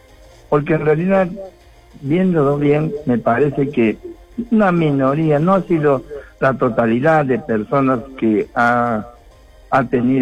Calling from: Paucarpata, Arequipa, Peru; ¿cuántos somos los de Paucarpata?

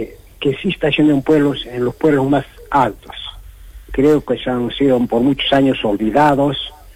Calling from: Arequipa, Peru; Yo soy una persona que vivo en Alto Ceiba Alegre, Ceiba Alegrino, por si acaso

